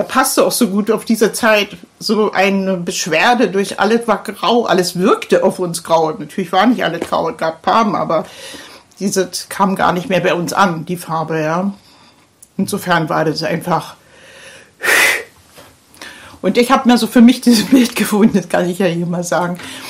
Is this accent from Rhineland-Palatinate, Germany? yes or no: no; Berlin, Germany; ich komme aus dem Stadtbezirk Pankow